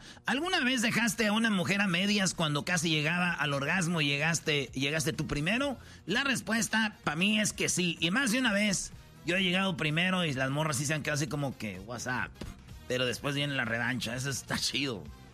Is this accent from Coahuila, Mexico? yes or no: no; Jalisco, Mexico; Soy de Los Altos, Jalisco, del estado y de la región más conservadora de México, si no sabías, ¿ok?